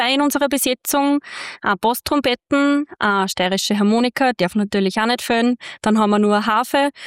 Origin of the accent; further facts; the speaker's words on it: Lower Austria, Austria; Dann sind die Lea Kogler und ich, wir sind aus dem Mostviertel in Niederösterreich.